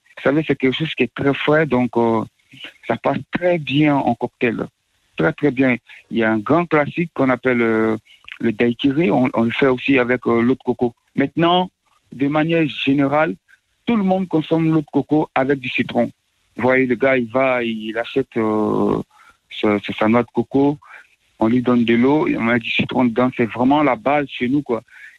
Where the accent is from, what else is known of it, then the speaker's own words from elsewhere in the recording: Côte d’Ivoire; Chez nous, en Côte d'Ivoire